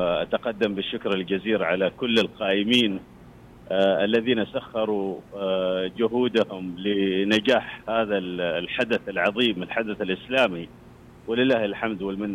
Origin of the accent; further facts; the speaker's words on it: Oman; من سلطنة عمان.